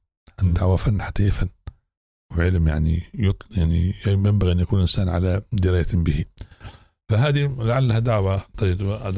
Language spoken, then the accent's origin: Arabic; Libya; عندنا في ليبيا